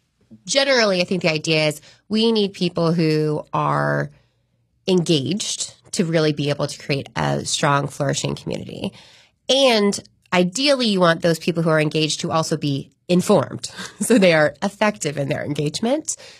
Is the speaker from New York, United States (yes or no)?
no; Raleigh, North Carolina, United States; my mom lived in North Raleigh, and my dad lived in South Raleigh and Southeast Raleigh when I was really little.